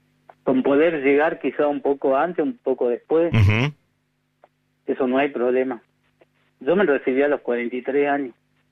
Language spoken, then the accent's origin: Spanish; Argentina; Nosotros somos afortunados, los argentinos somos afortunados de vivir en un país grande, en un país que quizá económicamente no está muy bien